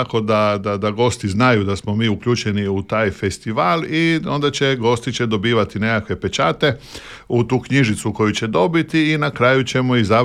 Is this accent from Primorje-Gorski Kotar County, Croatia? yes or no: yes; Lošinj, Primorje-Gorski Kotar County, Croatia; kod nas na Lošinju.